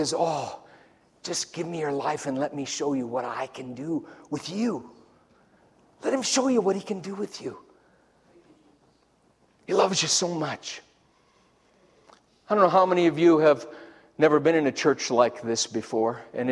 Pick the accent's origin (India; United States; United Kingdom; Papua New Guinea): United States; Denver, Colorado; I'm nothing special. I'm white trash from Denver, Colorado. But God took the trash out.